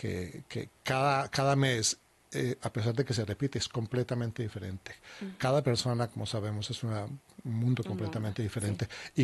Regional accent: Colombia; moved away as an adult; now in United States; Originalmente soy de Colombia. Llegué a Estados Unidos hace ya 26 años

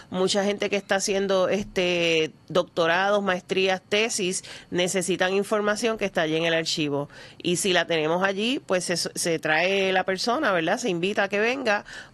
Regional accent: San Juan, Puerto Rico; Era San Mateo de Cangrejos, que ese es el nombre que aparece en todas partes, y nosotros éramos un pueblo. Éramos un pueblo, así que ahora somos un barrio de San Juan, pero sabes que vivimos y mantenemos esa idiosincrasia

